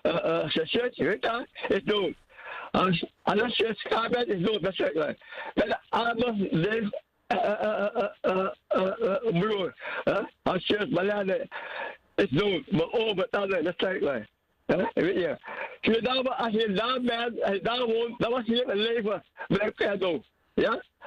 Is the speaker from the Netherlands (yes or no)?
yes; Netherlands; now in Suriname; Ik ben Nederlander, hier in Suriname, ja, als je ziek bent, ik ben nummer 1.